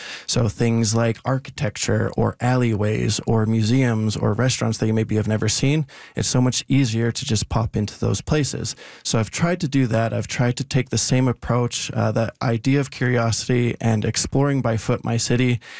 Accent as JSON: {"language": "English", "town": "Regina", "region": "Saskatchewan", "country": "Canada", "moved": "as an adult", "lives_now": "Saskatoon, Canada", "said": "I am originally from Regina. Yes. Okay. So I made the move to Saskatoon about 4 years ago."}